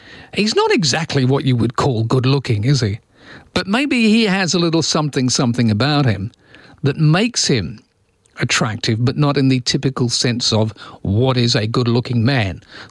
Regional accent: South Africa; When I was in growing super up in league, when I grew up in South Africa, because rugby, you know

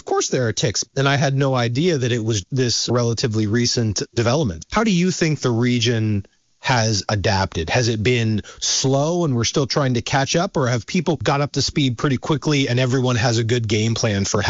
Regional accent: Virginia, United States; born there; also born or lived in Pennsylvania; now in Vermont, United States; I spent about half my life growing up in Virginia, and then we moved to Pennsylvania.

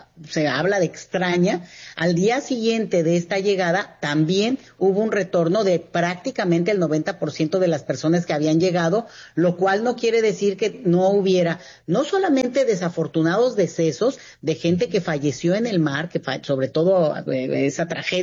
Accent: Mexico; y nos incluye como mexicanos, el país de más inmigración migratoria del planeta

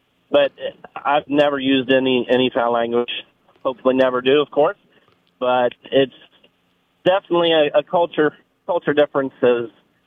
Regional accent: Ohio, United States; moved away; also born or lived in Iowa / Dakota; So I grew up in Ohio, live in Iowa, and Dakota.

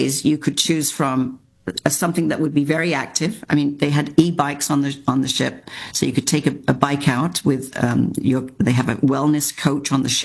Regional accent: England, United Kingdom; And all the time I've learned about history and the war and growing up in England and learning about it

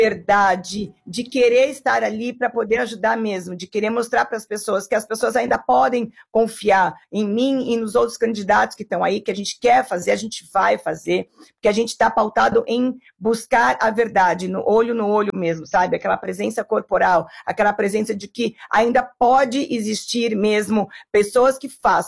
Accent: Brazil; Eu, como brasileira também, como vivo na população, que acredito na política

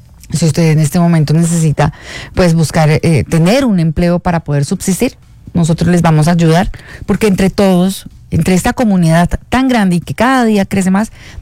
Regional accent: Colombia; somos colombianos

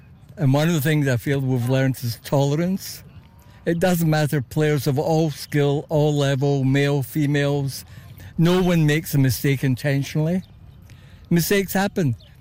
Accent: Glasgow, Scotland, United Kingdom; now in Toronto, Canada; Originally from Glasgow.

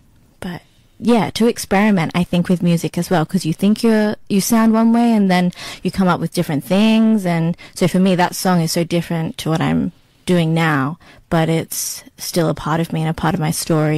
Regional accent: New South Wales, Australia; So growing up on Darug country was big important part of who I am and my identity as well, and being in between, I guess, from the mountains to the sea

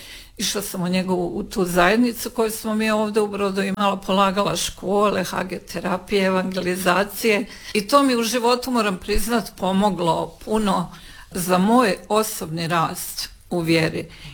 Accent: Bosnia & Herzegovina; ja sam rođena u Bosni. Odrastala sam na Plehanu, to je jedno poznato mjesto koje mi kažemo da je to u Bosni kao što je Pariz u Francuskoj, za nas je Plehan u Bosni.

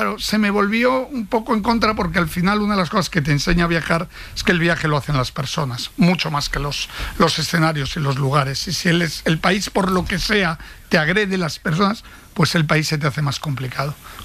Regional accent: Spain; moved away; also born or lived in Italy; No, no creo que vaya a volver a España. Yo soy también italiano, mi mujer es italiana, probablemente.

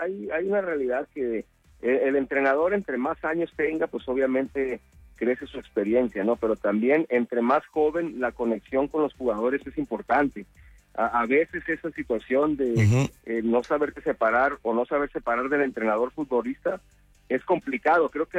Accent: Mexico; somos mexicanos y queremos lo mejor para nuestro país.

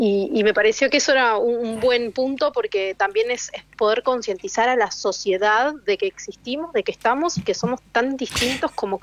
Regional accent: Uruguay

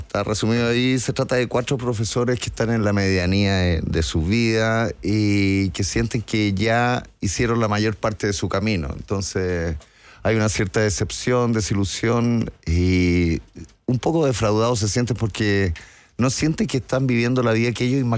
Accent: Los Andes, Valparaíso, Chile; moved away as an adult; now in Santiago, Chile; soy provinciano, soy de Los Andes, entonces era venir a Santiago.

